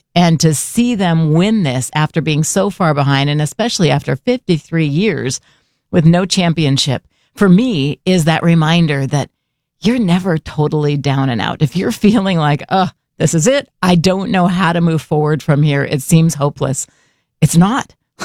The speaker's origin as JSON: {"language": "English", "region": "New York", "country": "United States", "tie": "born there", "said": "I was born in New York. I love New York."}